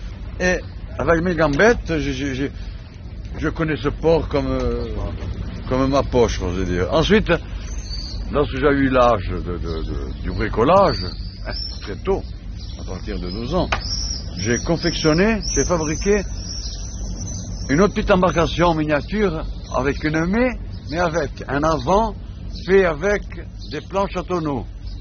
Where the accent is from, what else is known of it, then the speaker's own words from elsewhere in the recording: Marseille, Provence-Alpes-Côte d'Azur, France; born there; Non, moi je suis né à Marseille.